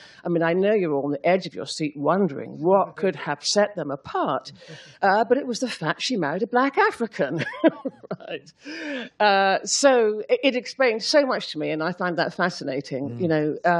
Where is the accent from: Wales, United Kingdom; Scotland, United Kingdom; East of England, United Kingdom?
Scotland, United Kingdom; Glasgow; born there; We were both born in Glasgow. Why was I born in Glasgow?